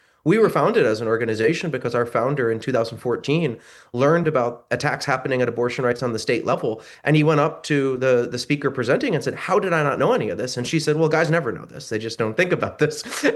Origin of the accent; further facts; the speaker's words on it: Miami, Florida, United States; I'm from Miami.